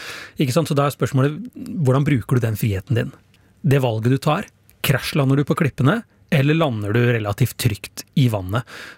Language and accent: Norwegian; Porsgrunn, Telemark, Norway; Ja, altså, det var cup hjemme i Porsgrunn. Jeg var kanskje 11-12 år gammel, og vi fikk en avgjørende straffe på overtid.